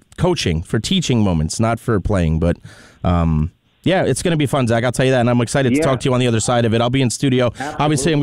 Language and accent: English; England, United Kingdom; I'm English.